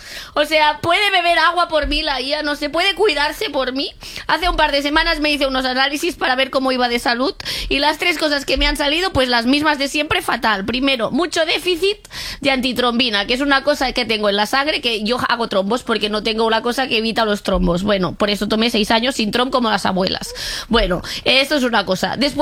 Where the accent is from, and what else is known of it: Catalonia, Spain